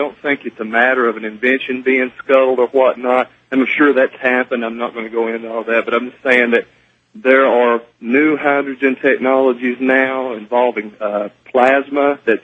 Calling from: Chattanooga, Tennessee, United States; I'm calling from the Chattanooga area. Tennessee.

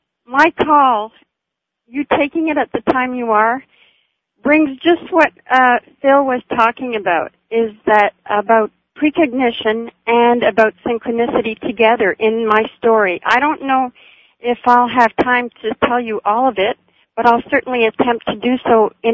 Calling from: Vancouver, British Columbia, Canada; I'm calling from Vancouver, B.C., Canada, on CFUN.

